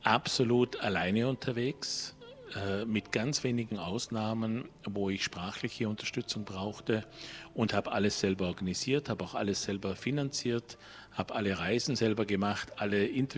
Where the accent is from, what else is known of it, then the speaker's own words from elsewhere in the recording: Austria; ich bin Österreicher